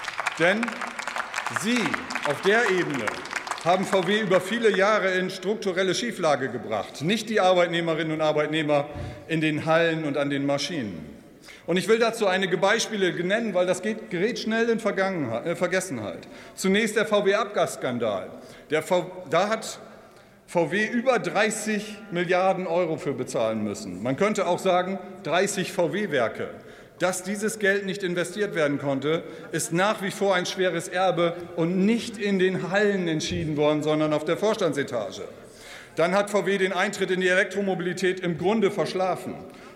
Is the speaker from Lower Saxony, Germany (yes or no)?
yes; Emden, Lower Saxony, Germany; ich komme aus Ostfriesland, ich gebe es mal zu, ich komme aus Emden, aus dem äußersten Nordwesten der Bundesrepublik.